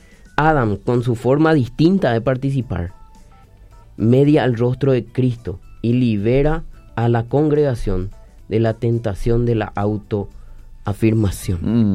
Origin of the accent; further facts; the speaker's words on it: Paraguay; Nosotros somos paraguayos